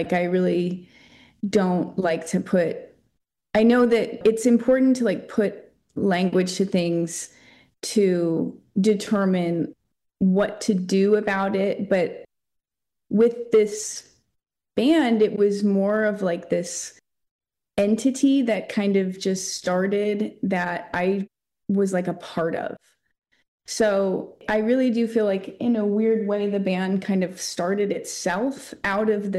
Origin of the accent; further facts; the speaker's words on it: Canada; moved away as an adult; now in Los Angeles, United States; I'm a Canadian living in LA. I have a band called … we just released our first record. I moved to LA about 8 years ago.